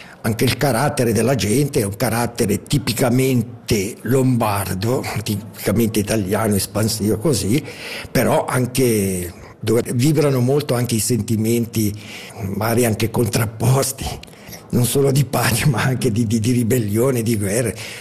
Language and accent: Italian; Ticino, Switzerland; noi siamo lombardi, almeno qui nel Sottocene, nel Mendrisiotto e appunto in Valle di Muggio